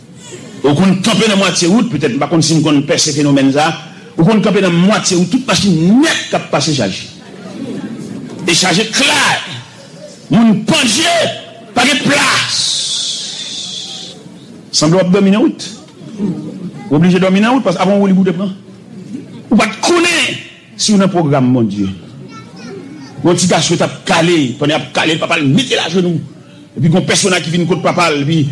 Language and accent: French; Montreal, Quebec, Canada; Je suis de Montréal, je vais rentrer à Haïti, et puis on est mal à Paris.